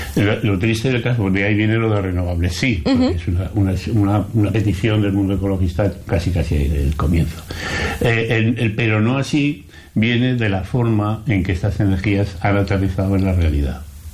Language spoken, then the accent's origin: Spanish; Aragon, Spain; Yo vengo de Aragón, he estado muchos años he vivido muchos años en Aragón